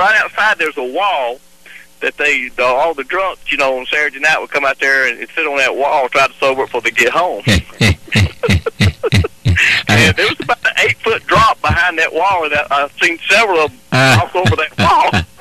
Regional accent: Bellwood, United States; And that was a place called, I was born and raised in Bellwood. I don't know if you've heard of Bellwood.

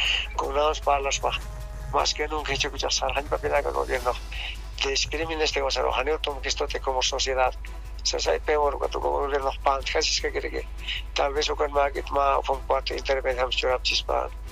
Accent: Bolivia; nosotros también somos bolivianos

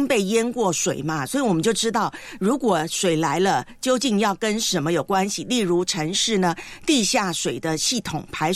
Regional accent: southern Taiwan, Taiwan; moved away; 的故乡呢，台湾的南部呢

